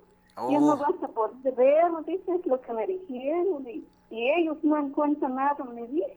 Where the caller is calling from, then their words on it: La Trinitaria, Chiapas, Mexico; yo soy de la colonia Piscau, municipio de la Trinitaria, Chiapas.